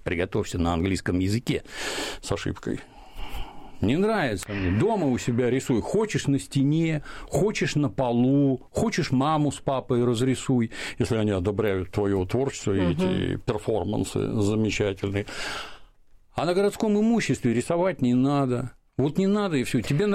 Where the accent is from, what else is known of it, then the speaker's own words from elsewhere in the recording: Saint Petersburg, Russia; А мне кажется, вы гадите в моем родном городе.